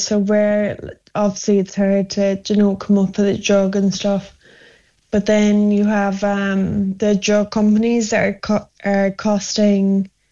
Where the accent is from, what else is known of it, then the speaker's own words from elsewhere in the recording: Ireland; I'm Irish